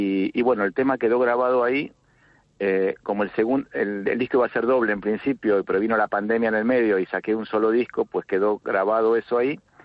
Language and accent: Spanish; Argentina; now in Spain; Soy de Argentina y vivo en España, soy español, pero bueno, también un poco argentino, o soy de los dos lados, ¿no?